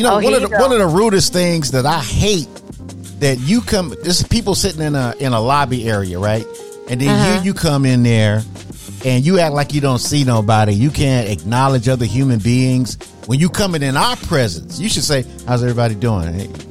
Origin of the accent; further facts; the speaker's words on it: the South, United States; I'm from the South, and people speak to you. They're more kind and more generous.